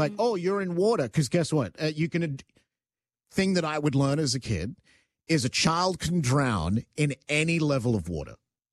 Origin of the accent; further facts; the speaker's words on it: Australia; now in Canada; So if you're born in Canada, grow up here, and I grew up in Australia, so I know that they try and get us in the pool as young as possible.